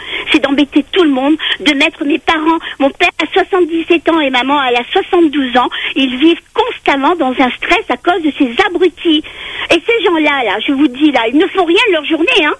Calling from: Le Tampon, Réunion, France; j'ai vécu 20 ans à Saint-Denis, j'ai jamais eu aucun souci avec mes voisins. Et pourtant, j'étais en appartement. Alors, depuis que j'habite au Tampon, c'est la folie.

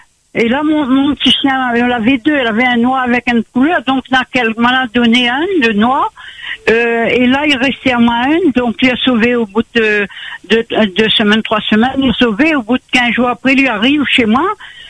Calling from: Réunion; moi, j'habite à Plaine des Caves

